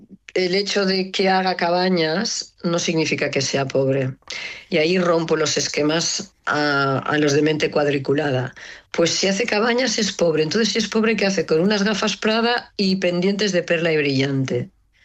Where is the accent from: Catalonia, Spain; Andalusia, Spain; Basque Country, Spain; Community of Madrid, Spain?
Catalonia, Spain; Barcelona; la primera vez que salí de Barcelona, conocí a una persona que jamás, como urbanita, jamás había conocido a nadie que fuera propietario de una montaña.